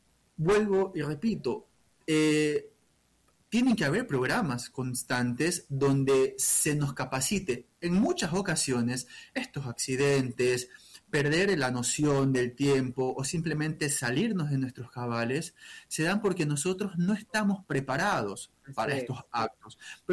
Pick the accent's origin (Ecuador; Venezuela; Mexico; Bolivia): Ecuador; La cultura es un tema de que nosotros, como ecuatorianos y en la academia... la trabajamos y tenemos que fortalecerla constantemente.